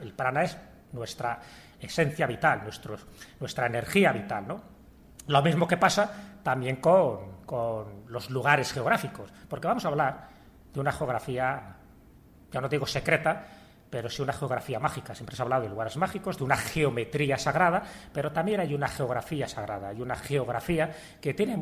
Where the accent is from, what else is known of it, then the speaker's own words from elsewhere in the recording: Spain; born there; como yo vivo en España, he nacido en España, pues evidentemente tiro para mi lugar